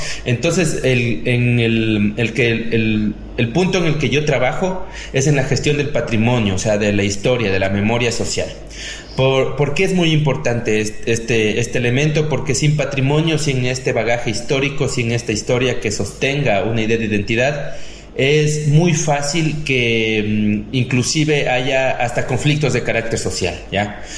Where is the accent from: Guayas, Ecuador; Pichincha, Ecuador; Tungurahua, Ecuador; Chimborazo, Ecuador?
Tungurahua, Ecuador; Ambato; yo soy de Ambato, de la parroquia Huachigrande, perdón, del barrio Huachigrande. En la parroquia en la que yo habito específicamente hay una gran cantidad de migrantes lojanos, de Macará específicamente